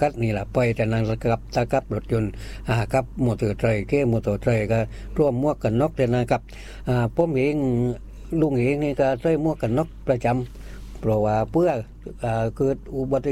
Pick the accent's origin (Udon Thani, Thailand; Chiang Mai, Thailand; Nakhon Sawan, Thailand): Nakhon Sawan, Thailand; จังหวัดนครสวรรค์